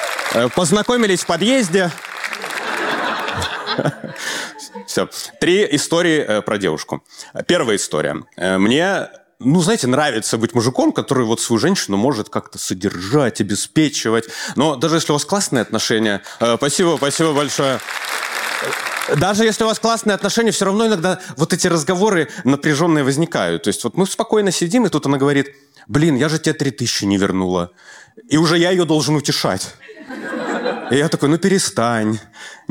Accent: Belarus; now in Moscow, Russia; Я из Беларуси, мне 37 лет исполнилось

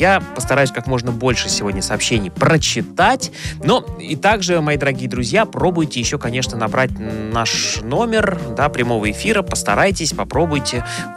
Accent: Moscow, Russia; я из Москвы.

